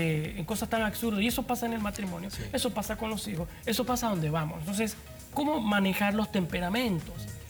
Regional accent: Panama; somos un país, Panamá es un país caliente, Panamá es un país volátil, de carácter o temperamento volátil

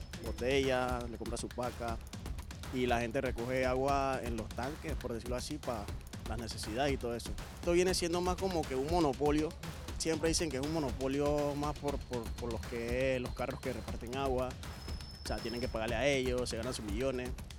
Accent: Arraiján, Panamá Oeste, Panama; Yo soy de Arraiján.

